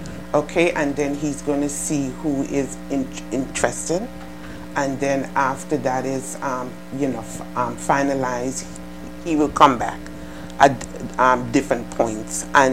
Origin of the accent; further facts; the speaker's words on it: Glanville's, Saint Philip, Antigua & Barbuda; now in Maryland, United States; I grew up in Glanville's Village. And I now reside in Maryland.